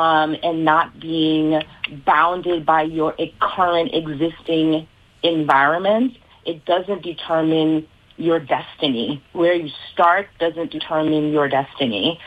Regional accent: Charlotte Amalie, St. Thomas, U.S. Virgin Islands; I grew up in Savon in St. Thomas, where they tell tourists not to go and don't get lost there.

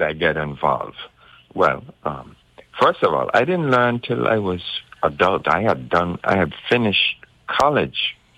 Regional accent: U.S. Virgin Islands; even though I am from the Virgin Islands.

